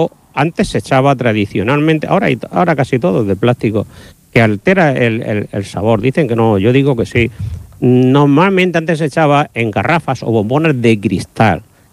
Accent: Cieza, Region of Murcia, Spain

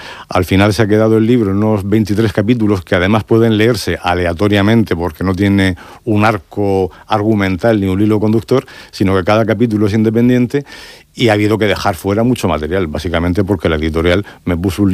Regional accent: Murcia, Region of Murcia, Spain; moved away; cuando paseamos por las calles de nuestra Murcia

